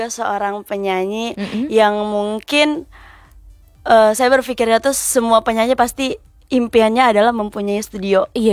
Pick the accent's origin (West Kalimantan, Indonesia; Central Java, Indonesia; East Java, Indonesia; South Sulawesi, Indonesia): South Sulawesi, Indonesia; Makassar; karena kebetulan saya orang Makassar.